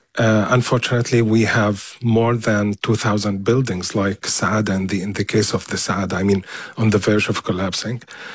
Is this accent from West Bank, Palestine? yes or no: no; Gaza Strip, Palestine; English is a second language; moved away as an adult; I was born and raised and bred in the Gaza Strip all my life. I left 3 years ago, only after 2 months of the war.